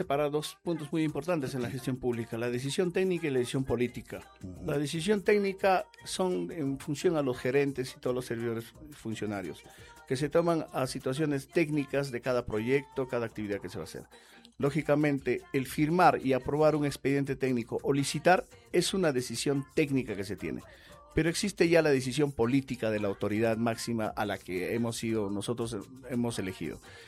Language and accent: Spanish; Huancayo, Junín, Peru; Soy de acá de Huancayo, soy exalumno isabelino, estudiante de la Universidad Peruana Los Andes. Mi familia se ha formado acá, mis amistades y toda mi vida la he hecho en Huancayo.